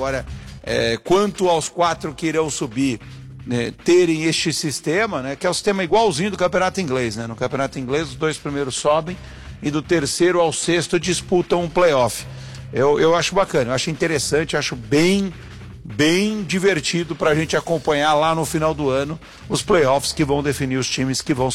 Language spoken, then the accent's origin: Portuguese; Londrina, Paraná, Brazil; born there; moved away as an adult; also born or lived in São Bernardo do Campo; now in São Paulo, Brazil; Então, eu só nasci lá e 3 dias depois eu voltei para Pinheiros, para São Paulo. Londrina, sim, eu tenho um carinho, porque eu estudei em Londrina, né, até minha faculdade.